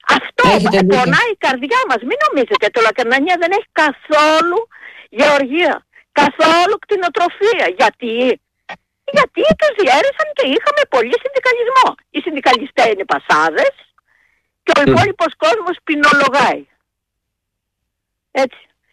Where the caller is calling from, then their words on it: Western Greece, Greece; Έτσι, είχαμε καπνά. Είχαμε σιτάρια, είχαμε διάφορα. Κατάγομαι από την Ετωλακαρνανία. Ξέρω τη μαύρη ζωή του αγρότη, μην νομίζετε.